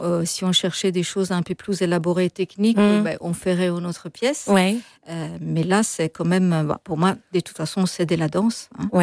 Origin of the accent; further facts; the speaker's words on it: Florence, Tuscany, Italy; moved away; je viens de Florence